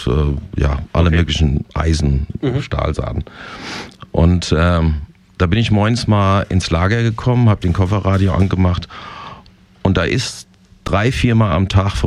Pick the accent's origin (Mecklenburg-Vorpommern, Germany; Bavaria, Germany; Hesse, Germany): Hesse, Germany; Raunheim; also born or lived in Flörsheim; geboren in Flörsheim, sagen wir mal gefühlt eine halbe Stunde später in Raunheim gewesen und dann aufgewachsen in Raunheim